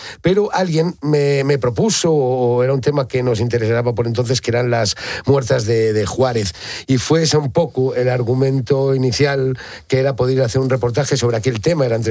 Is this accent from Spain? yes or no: yes; Spain; moved away as an adult; also born or lived in Mexico / Latin America; Yo me consideraba y soy español 100%, por supuesto, y creía estar muy conectado a mi país.